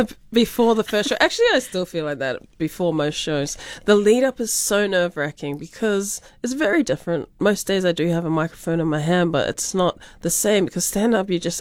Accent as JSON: {"language": "English", "town": "South Auckland", "region": "Auckland", "country": "New Zealand", "said": "we're all women, we're all Pacific, we're all from South Auckland, but we're very different people."}